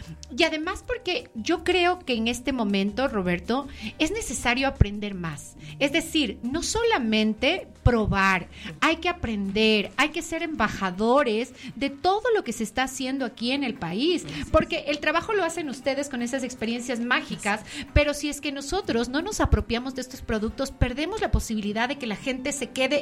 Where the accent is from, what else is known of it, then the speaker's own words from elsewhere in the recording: Ecuador; yo reclamo aquí en mi país y reclamo en el Ecuador